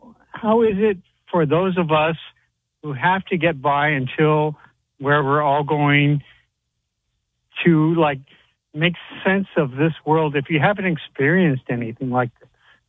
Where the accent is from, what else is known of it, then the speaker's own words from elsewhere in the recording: Sedona, Arizona, United States; And well, I grew up in Sedona, Arizona.